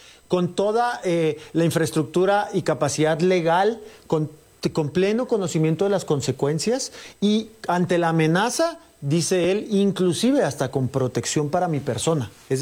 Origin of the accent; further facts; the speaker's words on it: Chihuahua, Mexico; él es de Coahuila, yo soy de Chihuahua.